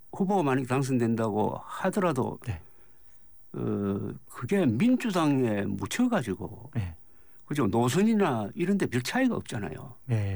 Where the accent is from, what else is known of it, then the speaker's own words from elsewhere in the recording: Busan, South Korea; now in Seoul, South Korea; 제가 부산 출신이지만 출생은 부산이 아니지만 하여튼 부산에서 학교를 다녔으니까 뭐 네. 부산 출신이라고 하기도 하는데